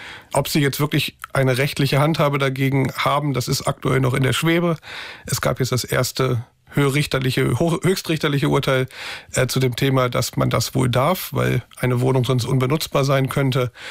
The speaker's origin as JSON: {"language": "German", "country": "Germany", "said": "weil Autofahren können wir als Deutsche alle ganz gut."}